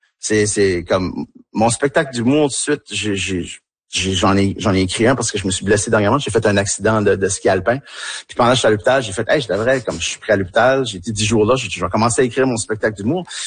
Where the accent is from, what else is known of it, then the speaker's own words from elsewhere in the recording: Tracadie, New Brunswick, Canada; accent: Tracadien; quand je suis avec eux autres, je parle avec mon accent tracadien un peu plus